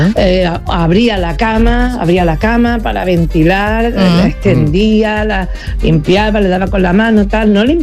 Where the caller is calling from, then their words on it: Málaga, Andalusia, Spain; de Málaga. Pues sí, yo siempre he hecho la cama. Me tenía que levantar a las 6 de la mañana cuando estaba destinada en pueblo y salía desde Málaga hasta el pueblo de destino.